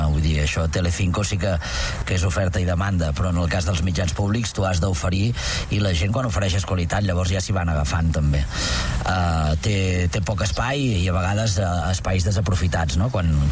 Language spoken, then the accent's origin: Catalan; Catalonia, Spain; som catalans